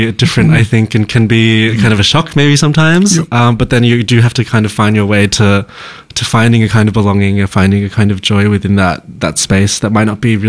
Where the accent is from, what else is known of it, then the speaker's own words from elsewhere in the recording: Australia; I'm Chinese Australian.